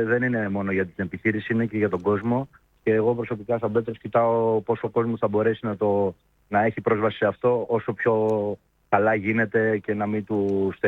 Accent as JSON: {"language": "Greek", "town": "Pythagoreio", "region": "North Aegean", "country": "Greece"}